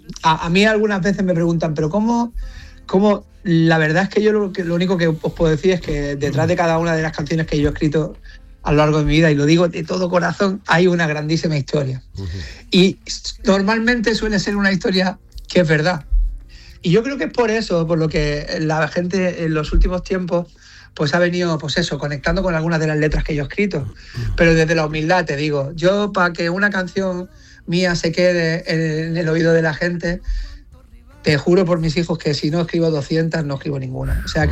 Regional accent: L'Hospitalet de Llobregat, Catalonia, Spain; born there; also born or lived in Barcelona; Soy nacido en Barcelona, soy de Hospitalet, catalán, de pero pura cepa

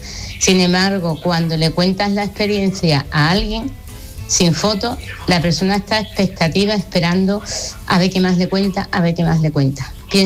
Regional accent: Cádiz, Andalusia, Spain

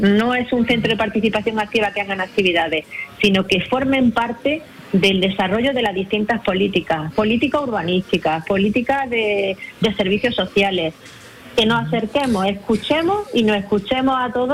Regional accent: Linares, Andalusia, Spain; Yo nací en un barrio, en Linares, en el barrio de Santa Ana

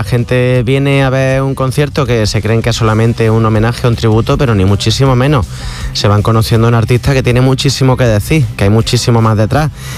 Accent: Córdoba, Andalusia, Spain; Lo único, me encanta Cádiz, pero yo soy de Córdoba.

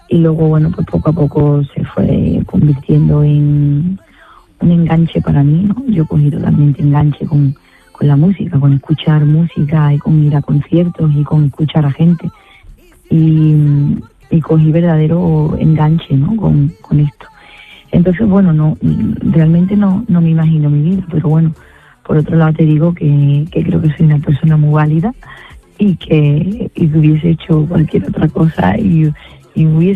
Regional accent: Spain

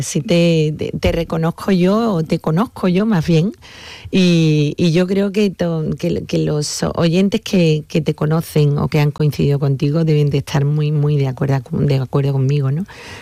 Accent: Seville, Andalusia, Spain; Porque yo, desde que tengo uso de razón, vivo allí, y luego hubo un tiempo que deserté, que me fui a vivir al Aljarafe, luego al centro, pero luego decidí que quería volver a mi barrio

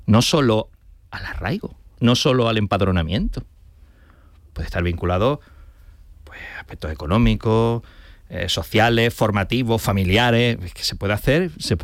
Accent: Cádiz, Andalusia, Spain; Yo soy gaditano

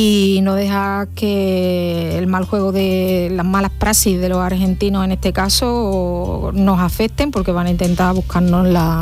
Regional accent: Santa Ana la Real, Andalusia, Spain; moved away; Santa Ana la Real, en la provincia de Huelva, está entre Alájar y Almonaster. Somos censados, bueno, yo ya no, 540 habitantes aproximadamente.

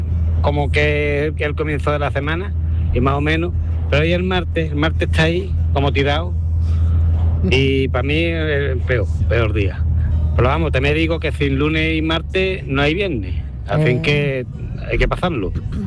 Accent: Utrera, Andalusia, Spain

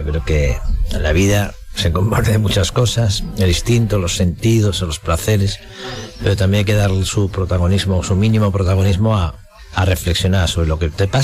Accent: La Palma del Condado, Andalusia, Spain; moved away; also born or lived in Zaragoza; Yo me retiré aquí, evidentemente, porque soy andaluz, soy de La Palma del Condado, y porque aquí está parte de mi memoria, ¿no? De mi infancia

